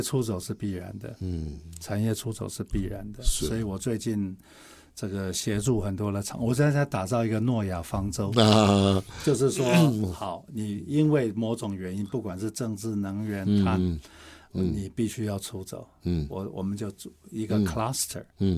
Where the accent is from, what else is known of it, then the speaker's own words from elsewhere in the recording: Taiwan; 因为我们台湾人常常不知道我们的软实力是什么，在我们小时候，民国50年60年的时候，台湾的农业人口95%